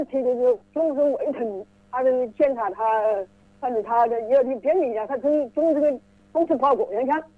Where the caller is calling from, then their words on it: Wuhan, Hubei, China; 我是江夏区的，江夏区福州岭镇的